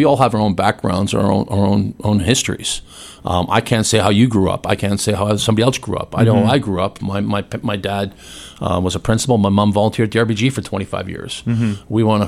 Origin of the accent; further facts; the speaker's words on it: Hamilton, Ontario, Canada; My family's old school Hamilton. We've been here since the English kicked us off our land in the 1800s. So we've been here a long time. I was born in Hamilton, raised in Hamilton.